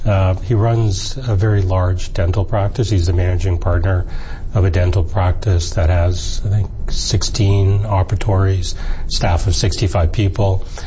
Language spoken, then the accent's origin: English; Toronto, Ontario, Canada; I spent most of my time growing up in the Malvern neighborhood, so okay. We would have been close. And as you may recall, well, we were probably in Scarborough.